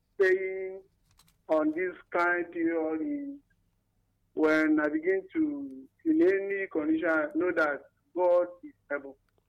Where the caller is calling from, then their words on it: Benue, Nigeria; I'm calling from Bokyo Benue State.